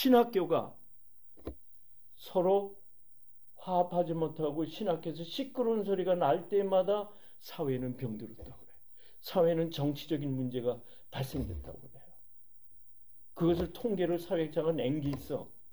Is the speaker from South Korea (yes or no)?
yes; South Korea; now in United States; 내 가족이 물론 한국에 있습니다만은 그래서가 아니에요. 내 고향이고 예? 모태의 나라 아니에요.